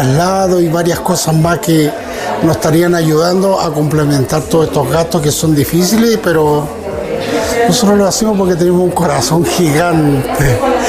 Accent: Montepatria, Coquimbo, Chile; ¿de dónde soy? Yo soy de Montepatria, un pueblito más arriba que se llama El Palqui. Y de tan lejos sí, pero no me importa.

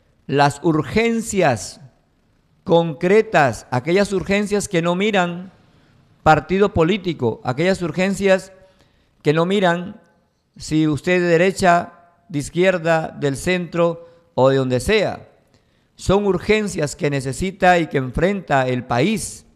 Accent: Peru

